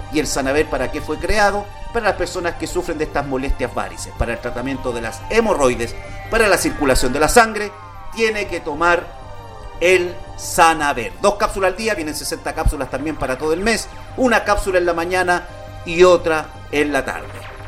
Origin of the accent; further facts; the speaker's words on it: Chile; como somos los chilenos, siempre dejamos las cosas para mañana